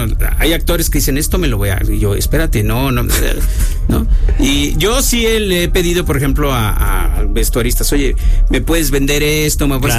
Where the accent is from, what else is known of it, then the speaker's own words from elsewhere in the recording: Colima, Mexico; mi madre y mi padre viven, mi padre en paz descanse, viven en Colima, sí, yo soy de Colima.